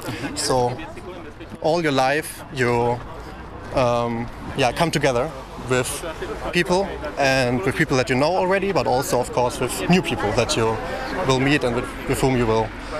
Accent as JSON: {"language": "English", "region": "Bavaria", "country": "Germany", "second_language": "English", "said": "Southern Germany, Bavaria."}